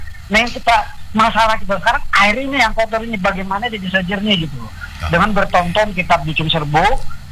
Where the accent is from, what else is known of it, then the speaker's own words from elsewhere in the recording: East Kalimantan, Indonesia; saya kebetulan lahir di Seisratai